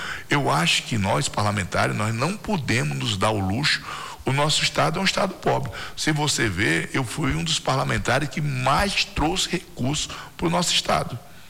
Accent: Acre, Brazil; Eu sou acreano. Minha família toda é acreana

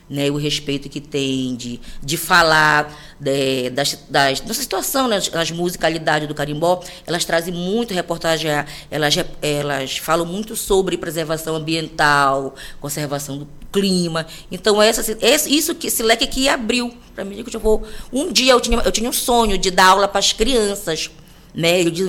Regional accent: Belém, Pará, Brazil; born there; moved away as an adult; now in Icoaraci, Brazil; Eu nasci em Belém, mas me mudei para Icoraci há mais de 30 anos, né? Devido ao clima. Aí eu tive que me mudar para Icoraci.

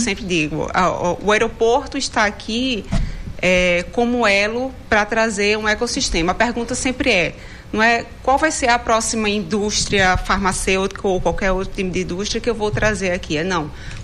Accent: Pernambuco, Brazil; now in Manaus, Brazil; ele é paraibano, eu sou pernambucana, a gente se identificou pelo sotaque.

